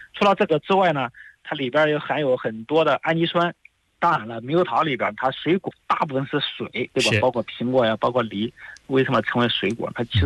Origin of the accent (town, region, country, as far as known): China